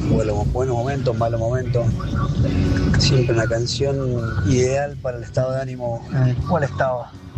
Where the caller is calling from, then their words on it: Mendoza, Argentina; Soy de Mendoza.